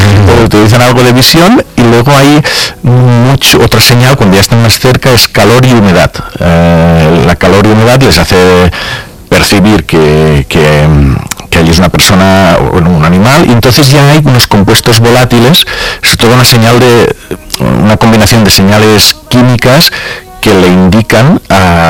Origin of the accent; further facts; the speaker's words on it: Catalonia, Spain; Pues algunas cosas, mira que soy del Delta del Ebre, hay mosquitos sí.